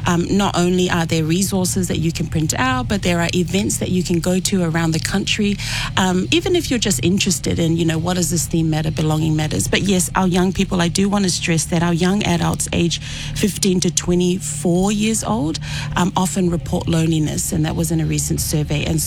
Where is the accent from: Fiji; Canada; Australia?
Fiji; I come from Fiji myself, and so I would challenge, you know, our schools, our workplaces, to incorporate culture where you can